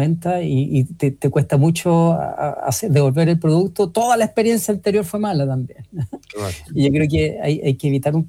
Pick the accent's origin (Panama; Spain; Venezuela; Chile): Chile; Un país que somos chilenos